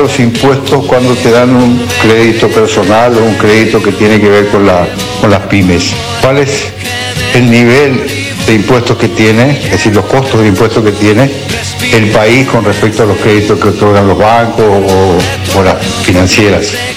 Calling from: Formosa, Argentina; de Formosa.

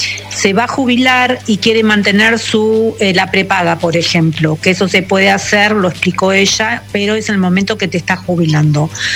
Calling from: Loma Verde, Buenos Aires Province, Argentina; de Loma Verde Escobar

